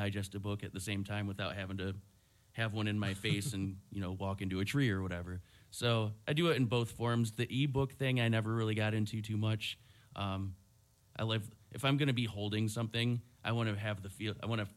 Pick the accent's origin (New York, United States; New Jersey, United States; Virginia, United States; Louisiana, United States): New York, United States; Jamestown; Jamestown, New York. That's my hometown.